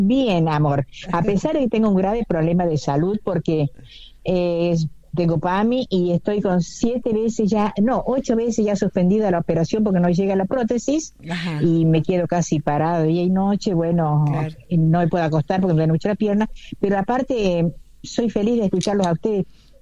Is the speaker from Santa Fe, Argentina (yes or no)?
no; Sebastián Elcano, Córdoba, Argentina; also born or lived in Buenos Aires; Soy del norte de Córdoba, yo soy de Sebastián Elcano.